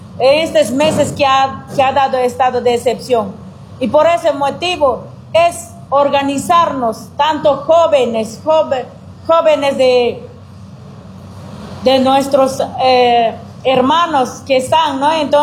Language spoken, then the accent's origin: Spanish; Bolivia; Nosotros somos bolivianos, de aquí vivimos